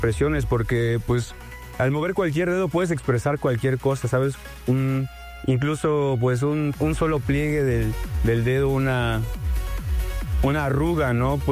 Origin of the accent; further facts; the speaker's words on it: Juchitán de Zaragoza, Oaxaca, Mexico; moved away; me inspiré totalmente en el cielo de donde soy, de Cuchitán. Realmente no tenía idea como a qué plasmar y solo me regresé, me acuerdo, fue un fin de semana que me regresé de donde yo soy, de Oaxaca